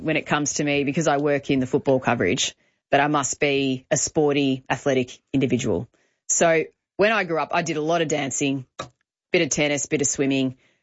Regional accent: New South Wales, Australia; I grew up in New South Wales, so I didn't grow up with AFL.

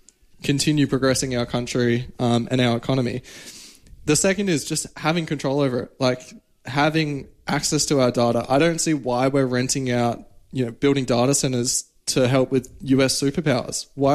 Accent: Australia; They're just tapping their hose into our resources, and us as an Australian gets absolutely nothing in return.

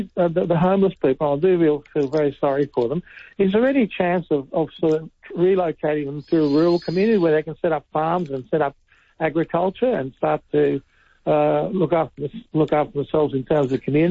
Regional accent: Belgium; moved away; We came out from Belgium as migrants, and we went to the rural areas, and my father was a doctor.

